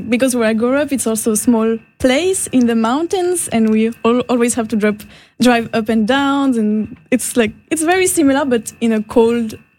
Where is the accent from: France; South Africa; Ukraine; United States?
France; English is a second language; moved away as an adult; also born or lived in Germany; I come from France. I grew up in the French Alps, so I always grew up surrounded by nature and animals